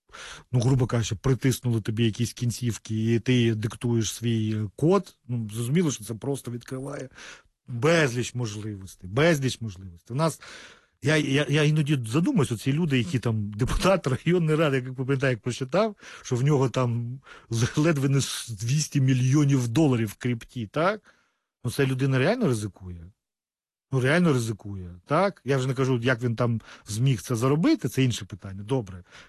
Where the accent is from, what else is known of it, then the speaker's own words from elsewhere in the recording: Kyiv, Ukraine; я сам з Подолу київського